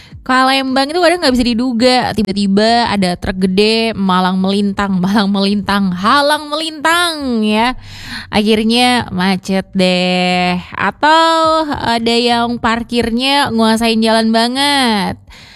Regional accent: Palembang, South Sumatra, Indonesia; walaupun kita tuh kayak lahir besar di Palembang

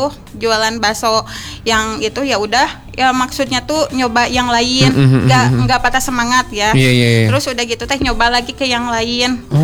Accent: Cimahi, West Java, Indonesia; now in Bandung, Indonesia; Terus saya juga kebetulan asli orang Cimahi.

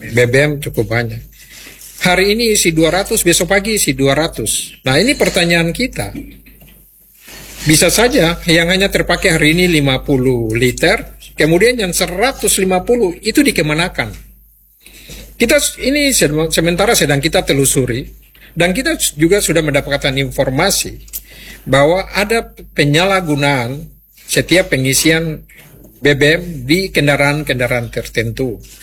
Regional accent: Biak, Papua, Indonesia; kita orang Biak

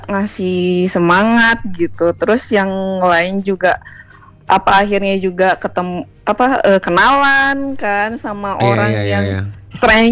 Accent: Bandung, West Java, Indonesia; Bandung dong.

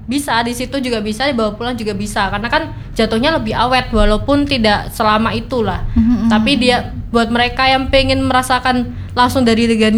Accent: Surabaya, East Java, Indonesia; jadi sebagai orang Surabaya aku sangat terbantu kayak gitu.

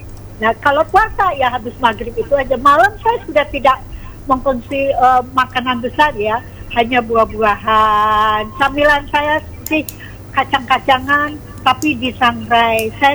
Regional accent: Lembang, West Java, Indonesia

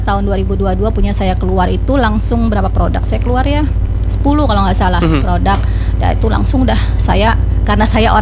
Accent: Indonesia; Bukan marga. Kan saya asli Indonesia

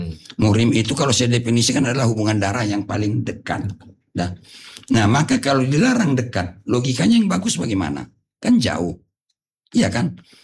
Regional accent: North Sumatra, Indonesia; Saya dulu sebagai orang Batak, sudah ditentukan jodoh saya oleh keluarga.

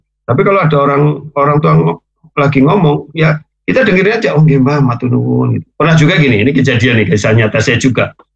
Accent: Indonesia

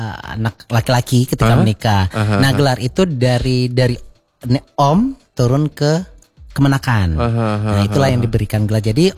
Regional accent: Palembang, South Sumatra, Indonesia; Salmarang kita kan dari Palembang, dari Sumatera Selatan. Akhirnya bisa ke internasional juga bawa nama Indonesia, mewakili Sumatera Selatan juga gitu kan.

